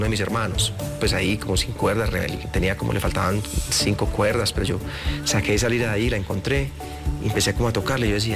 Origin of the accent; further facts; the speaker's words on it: Medellín, Antioquia, Colombia; also born or lived in Carolina del Príncipe; la infancia fue entre mi casa en el centro de Medellín, el colegio y Carolina del Príncipe.